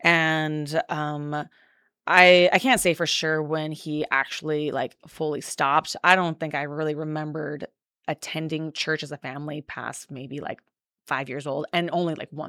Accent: Cedar City, Utah, United States; moved away as an adult; also born or lived in Texas / Las Vegas; I lived some other places, and coming from growing up here in Cedar City and moving to Texas, I mean, that was a culture shock for me

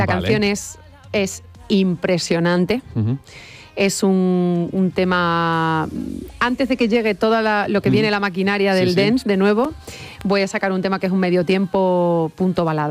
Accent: Badajoz, Extremadura, Spain; 17 estaremos en mi tierra, en Badajoz

